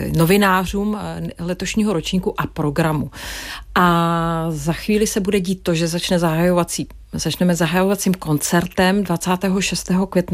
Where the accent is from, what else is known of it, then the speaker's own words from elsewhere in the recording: Manětín, Plzeň Region, Czechia; protože jsem vyrůstala v Manětíně, v západních Čechách a chodili jsme pravidelně na koncerty při svíčkách